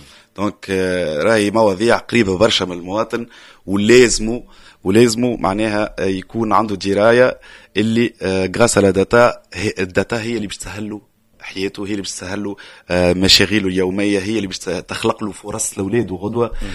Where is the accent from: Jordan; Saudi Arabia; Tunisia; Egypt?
Tunisia